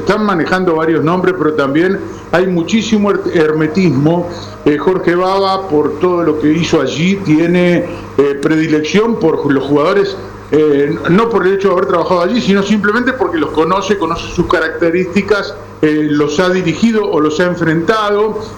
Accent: Uruguay; como decimos los uruguayos

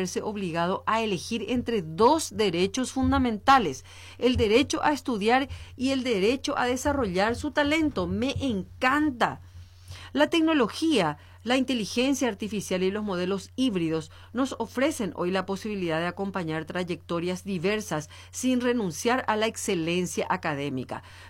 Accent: Paraguay; nosotros como paraguayos

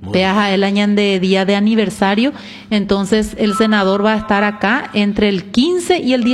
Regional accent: Paraguay; realmente va a echar y catú ñaño mongueta de políticas verdaderas y catuancha ñande huere coponamie como paraguayos.

